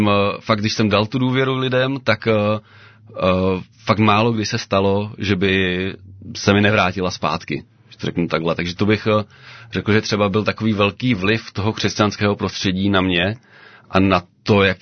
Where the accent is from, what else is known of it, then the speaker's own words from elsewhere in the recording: Zábřeh, Olomouc Region, Czechia; Pocházím ze Zábřeha, respektive z Rudy, což je vesnice kousek od Zábřeha.